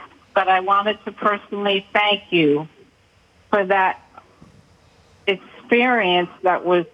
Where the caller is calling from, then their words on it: Cincinnati, Ohio, United States; I live here in Cincinnati, Ohio.